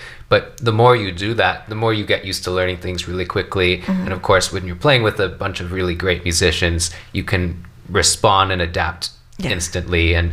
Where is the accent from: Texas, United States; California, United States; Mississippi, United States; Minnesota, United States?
California, United States; Palo Alto; I'm from Palo Alto.